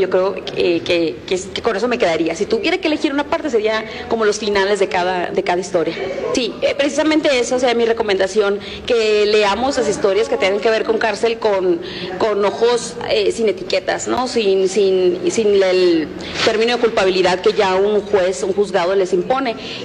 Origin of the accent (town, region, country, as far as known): Hermosillo, Sonora, Mexico